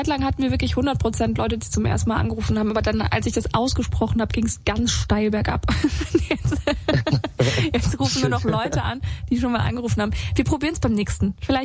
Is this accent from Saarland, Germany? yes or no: yes; Saarland, Germany; moved away as an adult; also born or lived in Austria / Croatia; now in Berlin, Germany; Und ich komme nicht aus Berlin. Also ich komme eigentlich aus dem Saarland. Da so ganz JWD.